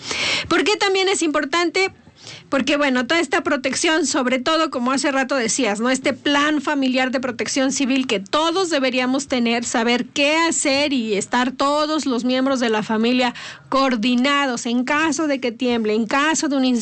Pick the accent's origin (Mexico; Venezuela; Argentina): Mexico